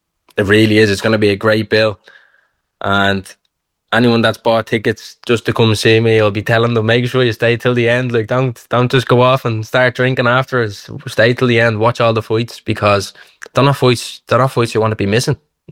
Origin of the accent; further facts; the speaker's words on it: Dublin, Leinster, Ireland; born there; also born or lived in Liberty House, Dublin city centre; So I'm originally from town. I'm from Liberty House. And then I got a bit older. Well, not older. I was probably about six or seven, and then moved out to Finglas then. So a bit of a Finglas and a bit of a townie as well.